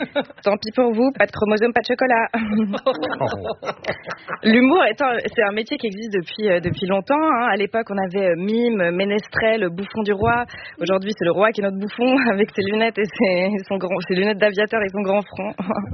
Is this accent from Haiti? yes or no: no; Switzerland; comme l'a dit un politicien très connu chez nous, en Suisse, rire, c'est bon pour la santé.